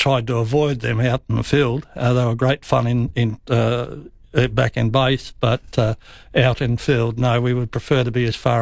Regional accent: Adelaide, South Australia, Australia; born there; I was born in Adelaide. Parents both their families go right back to the early settlement of South Australia.

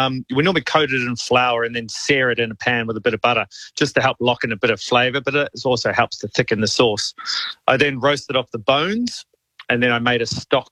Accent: Australia; or is it just me playing around and being an Aussie?

